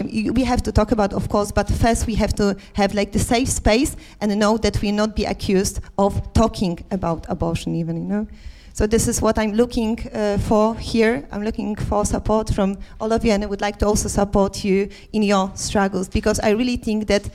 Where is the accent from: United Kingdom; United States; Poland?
Poland; Poznań, Greater Poland; English is a second language; I'm from Poznań, and I'm a deputy director of the Municipal Gallery.